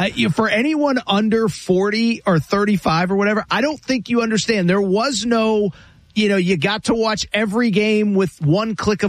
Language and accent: English; Northeast, United States; I can say growing up in the Northeast, a lot of nights driving around listening to John Sterling.